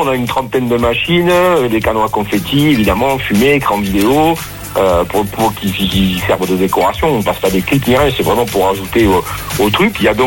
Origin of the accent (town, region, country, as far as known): Occitanie, France; born there